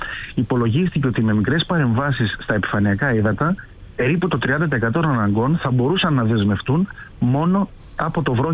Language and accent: Greek; Greek islands, Greece; Ως νησιώτες κι εγώ